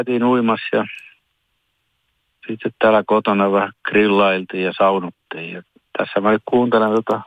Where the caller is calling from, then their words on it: Ylöjärvi, Pirkanmaa, Finland; Ylöjärveltä soitan.